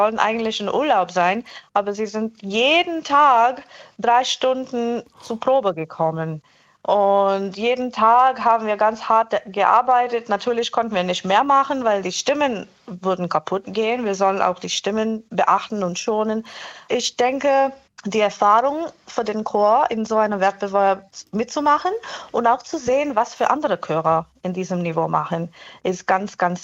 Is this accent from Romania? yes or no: no; India; now in Ulm, Germany; Ich komme aus Indien selber